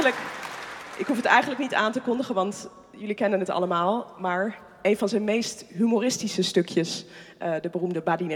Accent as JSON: {"language": "Dutch", "town": "Amsterdam", "region": "North Holland", "country": "Netherlands", "tie": "born or raised there", "said": "mijn thuisstad en mijn geboortestad Amsterdam"}